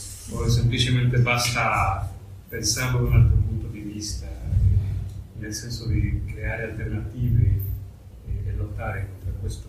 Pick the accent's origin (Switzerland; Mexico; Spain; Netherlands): Mexico; Italian is a second language; Io vengo dal Messico e lì la realtà, diciamo, nordamericana degli Stati Uniti è molto presente nel senso della salute mentale